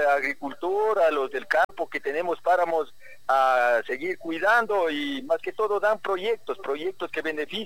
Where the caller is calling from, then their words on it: Cotopaxi, Ecuador; yo soy de Yuxichalto, usted bien sabe, Pilacumbe, dos comunas casi más grandes de Tuacaso.